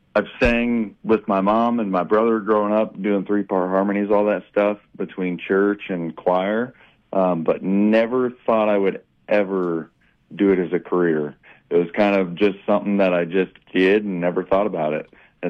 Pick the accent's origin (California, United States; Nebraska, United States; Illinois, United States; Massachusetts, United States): Nebraska, United States; Mitchell; born there; also born or lived in South Dakota; I'm originally from South Dakota, but I went to high school out in Mitchell, Nebraska.